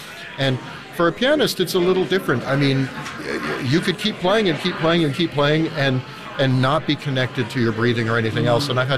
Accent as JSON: {"language": "English", "town": "Vancouver", "region": "British Columbia", "country": "Canada", "tie": "born or raised there", "said": "Now, I grew up in Vancouver, so we listened to CBC radio, right?"}